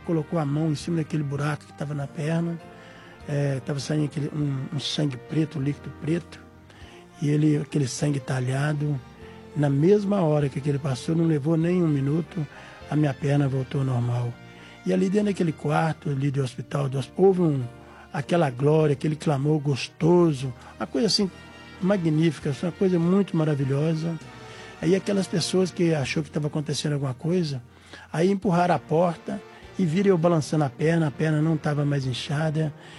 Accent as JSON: {"language": "Portuguese", "town": "Governador Valadares", "region": "Minas Gerais", "country": "Brazil", "lives_now": "São Paulo, Brazil", "said": "eu sou mineiro, de Governador Valadares, mas atualmente eu estou morando aqui no Brás"}